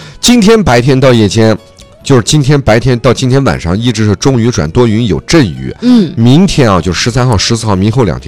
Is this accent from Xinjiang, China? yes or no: yes; Xinjiang, China; 咱们新疆人说话都是